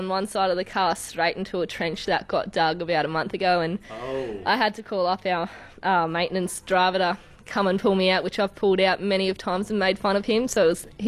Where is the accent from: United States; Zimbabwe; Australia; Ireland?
Australia; Newcastle Waters, Northern Territory; from Newcastle Waters.